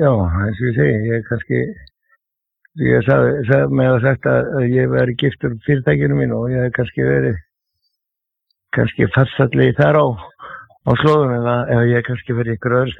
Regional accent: Reykjavík, Capital Region, Iceland; Já, ég er fæddur á uppalinn í Klefsholtinu og ef einhver hefur verið fróttari þá var það við Klefsarðinni, sko.

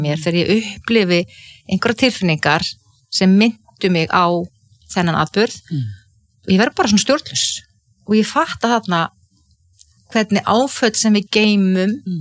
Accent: Ísafjörður, Westfjords, Iceland; já, ég óttaðist sjóin sem kannski líka tengist því að ég alveg upp á Ísafirði það sem voru 10 sjóslys og menn drukknuðu

